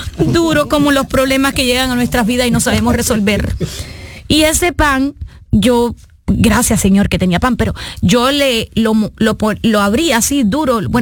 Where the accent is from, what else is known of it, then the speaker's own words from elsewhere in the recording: Cuba; moved away as an adult; porque yo soy cubana, cubana con un corazón internacional. ¿Ah? Sí, la libreta, la tarjeta, la libreta, ya se me está olvidando después de 32 años en este país, pero soy más cubana